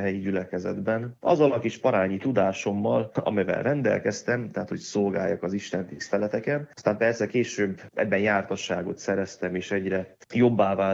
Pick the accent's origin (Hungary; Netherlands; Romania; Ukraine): Romania; Carei, Satu Mare County; mivel Bámospécs nincs olyan távol, sem Debrecentől, sem az én szülővárosomtól, Nagykárolytól, tehát így úgy gondoltam, hogy hát miért ne.